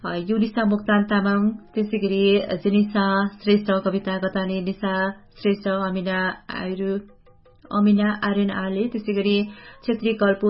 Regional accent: Bagmati, Nepal; हजुर मेरो घर त रामिसाकै हो नि।

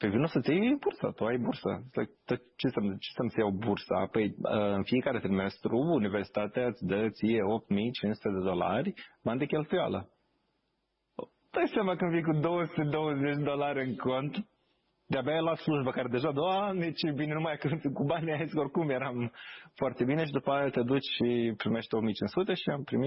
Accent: Târgu Bujor, Galați County, Romania; moved away as an adult; now in United States; M-am născut în Galați, dar am trăit până în clasa 8 la Târgu Bujor, care e și mai mic decât Galațiu, că 3.000 jumate de oameni. Și țin minte când m-am mutat în clasa 8, în clasa 8 am mutat la liceu în Galați.

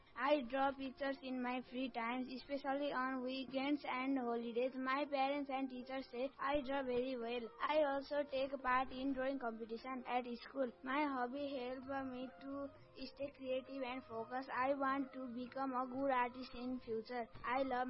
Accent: Naubise, Bagmati, Nepal; मेरो घर चाहिँ नौबिसेमा हो

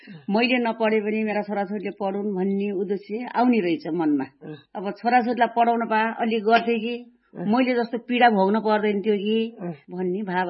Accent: Dang, Lumbini Province, Nepal; also born or lived in Pyuthan; पहाड़को ठाउँमा जन्म। अब प्युठानमा भए पनि अब हुर्किन हामी दाङमा हुन्छ।

